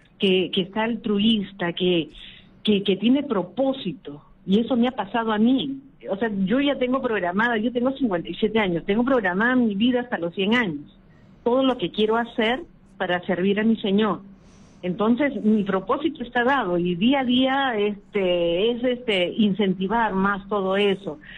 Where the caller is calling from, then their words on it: Magdalena del Mar, Lima, Peru; de Magdalena.